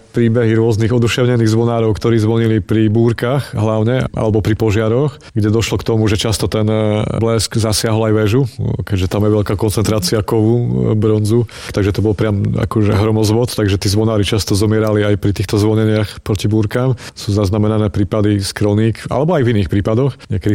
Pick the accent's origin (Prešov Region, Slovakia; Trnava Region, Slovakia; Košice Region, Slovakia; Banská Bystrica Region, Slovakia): Košice Region, Slovakia; Košice; Ja som mal to šťastie ako Košičan, že som vtedy končil vysokú školu v Trnave, univerzitu na histórii